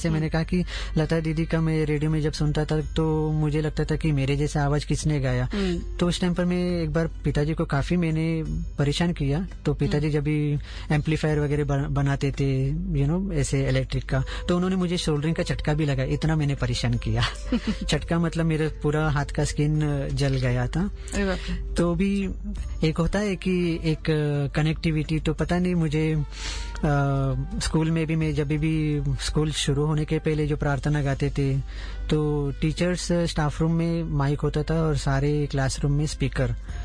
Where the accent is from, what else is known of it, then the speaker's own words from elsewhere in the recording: Mumbai, Maharashtra, India; हम मुंबई से बिलोंग करते